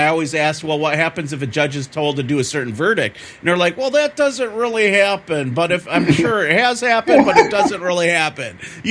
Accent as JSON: {"language": "English", "region": "Wisconsin", "country": "United States", "said": "I'm from Wisconsin."}